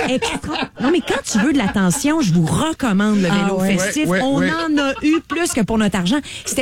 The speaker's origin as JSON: {"language": "French", "town": "Quebec City", "region": "Quebec", "country": "Canada", "said": "Moi, je viens de Québec."}